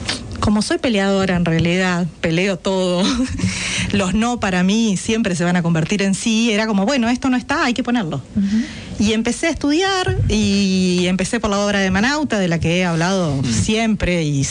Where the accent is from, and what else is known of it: Villaguay, Entre Ríos, Argentina; born there; moved away as an adult